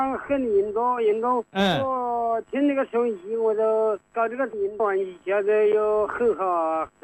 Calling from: Xiaogan, Hubei, China; 我是孝感茅城。

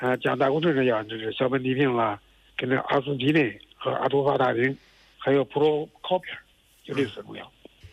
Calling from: Xingtai, Hebei, China; 河北邢台。

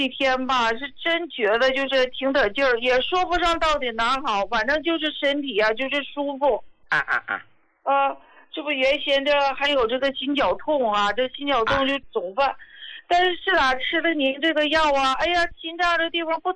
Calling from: Daqing, Heilongjiang, China; 胡老师，我是大庆的。

